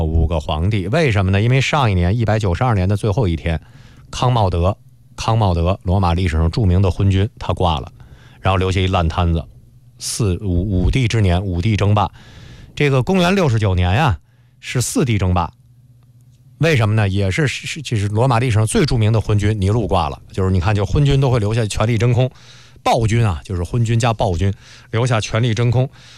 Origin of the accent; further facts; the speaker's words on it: China; 我们中国人最熟悉的三国的前夕